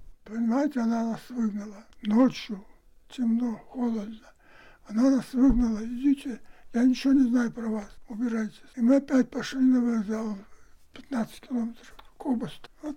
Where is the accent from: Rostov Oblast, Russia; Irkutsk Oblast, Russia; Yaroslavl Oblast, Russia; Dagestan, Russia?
Yaroslavl Oblast, Russia; Zaozerye; born there; also born or lived in Uglich, Yaroslavl Oblast / Ivanovo; now in Komi Republic, Russia; Но потом жил там до 7 лет. Родители у меня исчезли, и нас передали в детский дом в Заозерье.